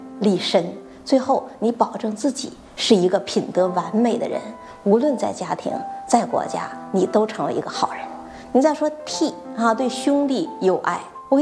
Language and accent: Chinese; China